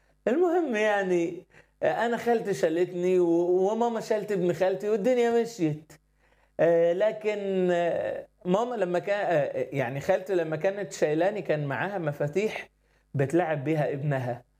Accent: Asyut, Asyut Governorate, Egypt; أنا أصلا من أسيوط. أنا اتولدت كفيف، واتولدت في أسرة مسيحية.

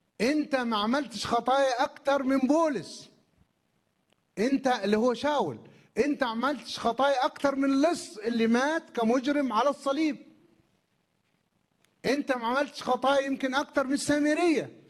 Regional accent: Egypt; احنا كشعب مصري

